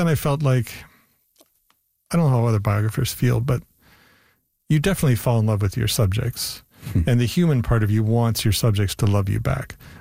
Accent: Canada; There were all these political events that really made people question the ways in which we are Canadian or why we are even Canadian.

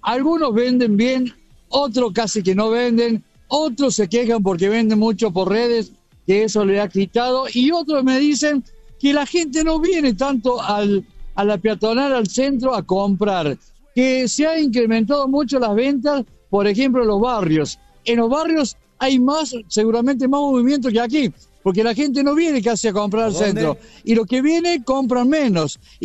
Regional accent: Córdoba, Argentina; Estamos aquí en el microcentro, en la peatonal, nuestra querida y amada ciudad de Córdoba.

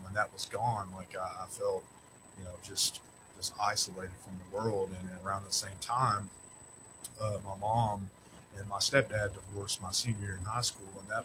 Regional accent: Fordyce, Arkansas, United States; So I was raised in South Arkansas, a little town called Fordyce. Go Red Bugs. So if anybody from Fordyce happens to be listening to this, I'm rooting for y'all this year.

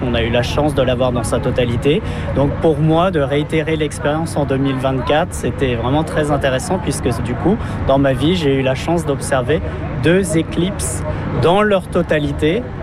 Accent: France; Moi, je suis originaire de France et on a beaucoup d'observatoires à disposition, surtout l'été et surtout dans le sud de la France

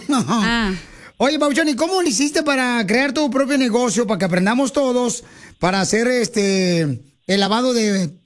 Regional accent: Michoacán, Mexico; now in United States; Te pregunto, ¿a qué venimos de Michoacán, Estados Unidos?

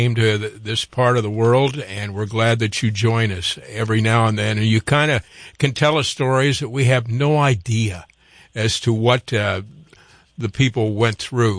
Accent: Iowa, United States; Iowa, my home state

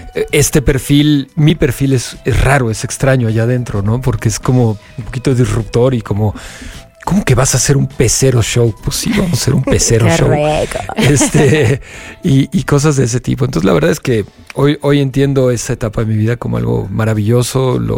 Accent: Mexico

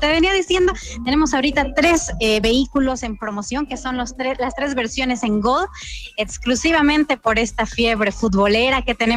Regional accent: Mexico; yo creo que el Bocho nos identifica a todos como mexicanos también.

